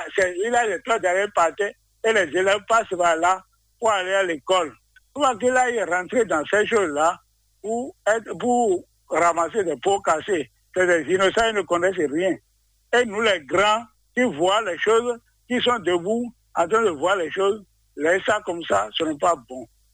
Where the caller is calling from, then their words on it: Benin; Bon, chez nous, à Tinkpon